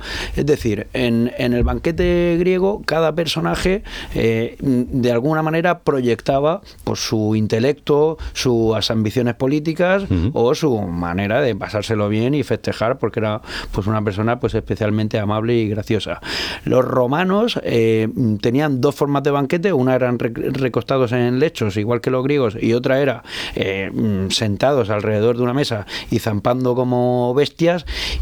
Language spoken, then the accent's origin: Spanish; Region of Murcia, Spain; Y somos los murcianos de hoy.